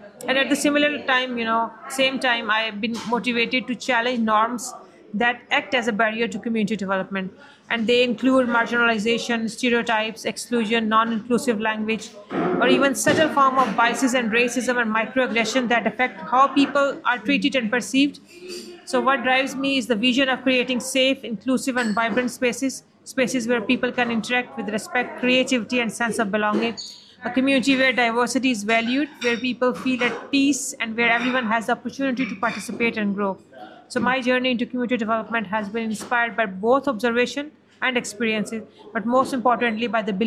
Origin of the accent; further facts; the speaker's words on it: Pakistan; now in Cork, Ireland; I am originally from Pakistan and have been living in Cork for almost 18 years now.